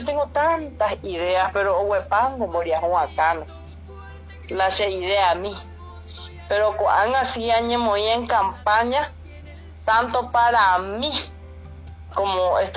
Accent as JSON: {"language": "Spanish", "town": "Carapeguá", "region": "Paraguarí", "country": "Paraguay", "said": "mi pueblo ha vivido demasiado años en duelo"}